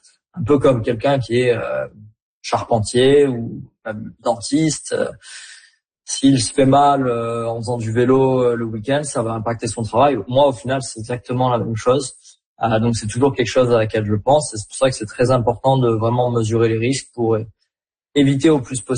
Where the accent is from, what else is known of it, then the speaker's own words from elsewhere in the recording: France; now in Whistler, Canada; j'ai quitté la France pour venir au Canada pour réaliser mon rêve qui était de rouler le Whistler Bike Park et découvrir un peu la Colombie-Britannique.